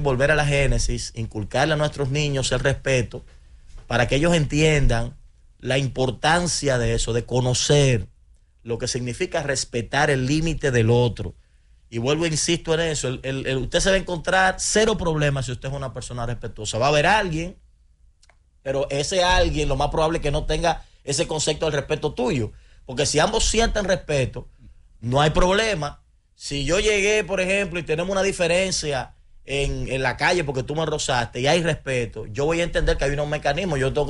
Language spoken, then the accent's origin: Spanish; Dominican Republic; como dominicanos, como padres también, soy padre de dos hembras